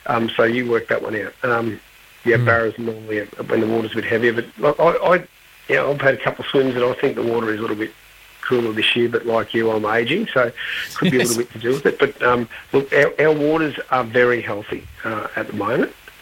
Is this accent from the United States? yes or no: no; Victoria, Australia; It reminded me of growing up in Western Victoria.